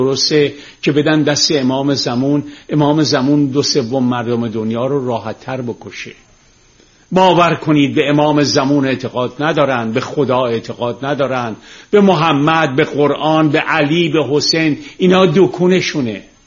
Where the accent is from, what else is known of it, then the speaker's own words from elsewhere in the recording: Tehran, Tehran Province, Iran; چون ما تو گل و شل بزرگ شدیم، من روزی که خیابون و کوچه های تهران رو تیر میذاشتن که سیم برق بکشن یادمه. خونه ما که برق کشیدن همسایه روبرویمون اومد به مادر من گفت این بچه هاتو میکشه.